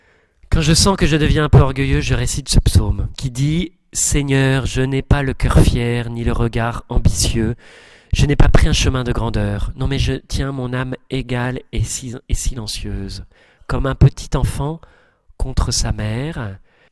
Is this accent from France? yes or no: yes; Southern France, France; comme je viens du Sud